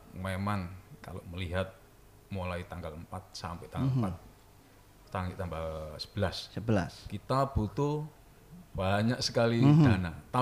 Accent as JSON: {"language": "Indonesian", "town": "Surabaya", "region": "East Java", "country": "Indonesia"}